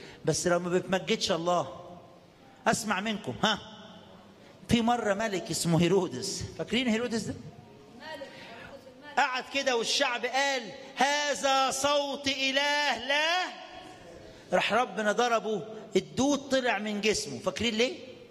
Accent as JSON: {"language": "Arabic", "country": "Egypt", "said": "انا بشكر رب عشان بلادنا مصر"}